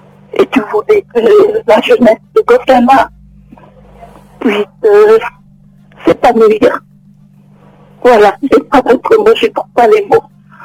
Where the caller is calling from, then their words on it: France; Moi, j'appelle de France